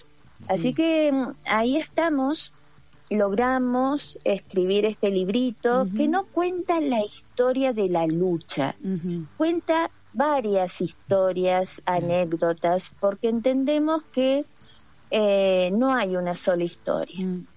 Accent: La Rioja, Argentina; revisar nuestra propia historia, ¿no?, como riojanos, como riojanas, recuperando el orgullo de serlo

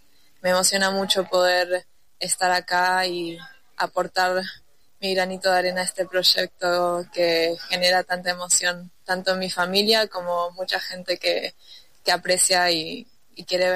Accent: Argentina; now in Lisbon, Portugal; poder volver a mi país natal trayendo un poco de lo que fui desarrollando todos estos años afuera

